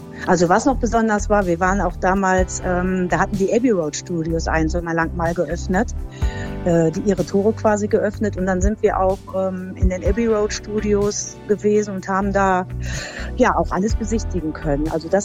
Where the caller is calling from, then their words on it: Kirchhundem, North Rhine-Westphalia, Germany; ich komme aus Kirchhundemarmecke